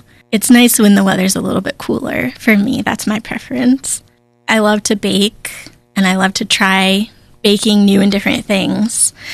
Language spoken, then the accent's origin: English; Florida, United States; moved away as an adult; also born or lived in North Carolina; now in Crestline, United States; living on the East Coast my whole life. I'm still growing up in Florida, which is completely flat.